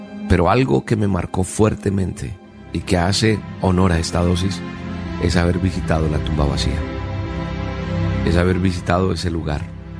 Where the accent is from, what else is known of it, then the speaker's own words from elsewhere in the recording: Colombia; siendo colombiano